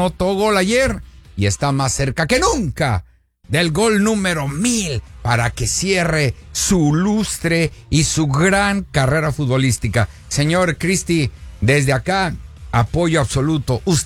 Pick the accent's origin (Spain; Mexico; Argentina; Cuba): Mexico; Yo sí soy 100% mexicano. Sí, tengo sangre mexicana y nací en México.